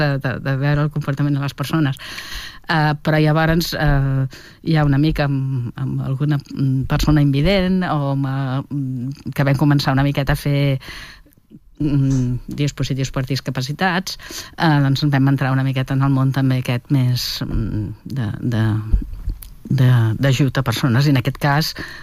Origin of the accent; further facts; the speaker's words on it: Catalonia, Spain; first language Catalan; perquè és la meva llengua, perquè sí. És el meu país i perquè me l'estimo.